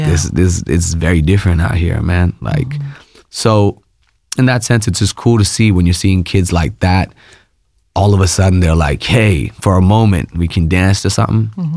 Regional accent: India; first language Malayalam; English is a second language; we're out there in Bangalore, which people don't speak Malayalam, which is my native tongue

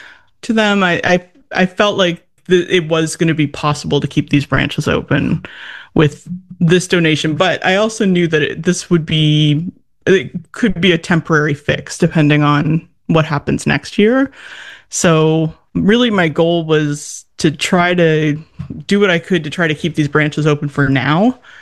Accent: Bedford, Nova Scotia, Canada; when I was a kid, I grew up in Bedford, Nova Scotia, and I was at the Bedford Library all the time

